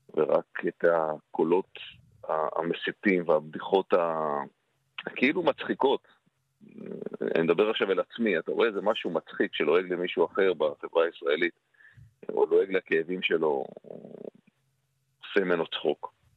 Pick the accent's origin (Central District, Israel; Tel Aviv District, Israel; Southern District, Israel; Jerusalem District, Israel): Jerusalem District, Israel; Jerusalem; בירושלים אנחנו חיים אחד עם השני, רוצים לא רוצים.